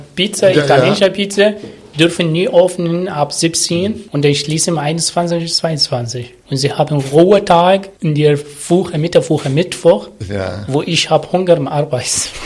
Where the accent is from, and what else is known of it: Abu Dhabi, United Arab Emirates; German is a second language; now in Germany